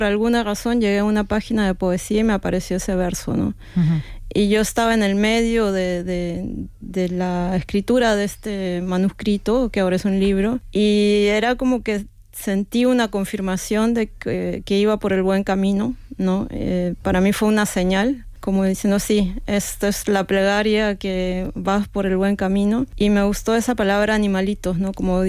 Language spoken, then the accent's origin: Spanish; Lima, Peru; now in Norway; vengo de una ciudad, yo soy de Lima, una ciudad donde los animales están abandonados